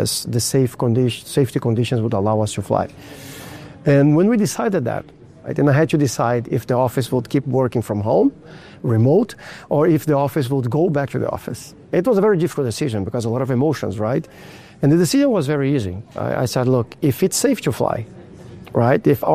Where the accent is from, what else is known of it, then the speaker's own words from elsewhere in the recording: Brazil; now in Abu Dhabi, United Arab Emirates; I traveled to my home country in Brazil